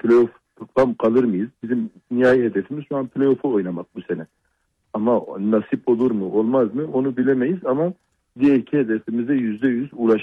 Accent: Mardin, Turkey; Mardin'le daha doğrusu dört büyük takımın içinde Trabzon taraftarı en çok olan şehirlerden biriyiz.

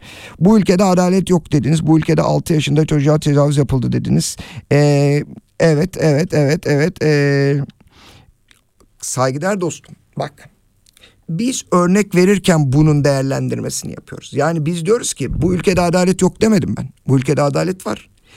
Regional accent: Adana, Turkey; moved away as an adult; now in Lyon, France; Abi Lyon'dan selamlar. … Abi 23 yaşıma kadar Adana'da doğdum, büyüdüm. Geçen sene memlekete geldim, Adana'ya.

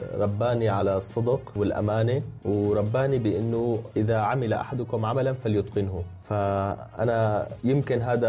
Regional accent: Syria; now in Turkey; هلا انا ببداية رحلتي من سوريا لتركيا بصراحة ما كنت انسان بعتبر نفسي مثقف

